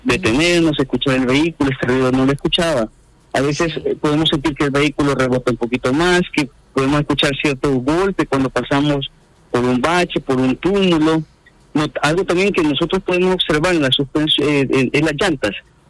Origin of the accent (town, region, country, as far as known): El Salvador